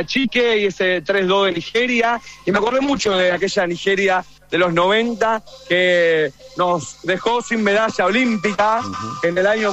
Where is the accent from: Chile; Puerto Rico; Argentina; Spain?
Argentina; uno de los de las derrotas más tristes como hincha argentino que tuve, fue acá mismo, en Atlanta. Yo era muy chico, tenía 8 años